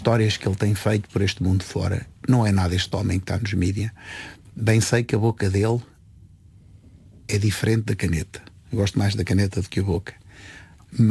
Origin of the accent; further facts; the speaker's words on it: Portugal; Nós nascemos em Portugal há 50 gerações, desde Tomar para agora.